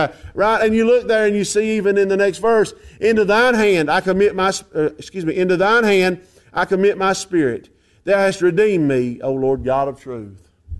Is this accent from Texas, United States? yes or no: no; Spruce Pine, North Carolina, United States; from Spruce Pine. That's who I am.